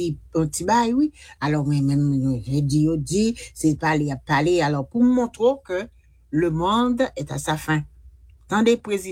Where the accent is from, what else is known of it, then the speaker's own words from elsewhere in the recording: Haiti; moi, laisse que je suis haïtien, moi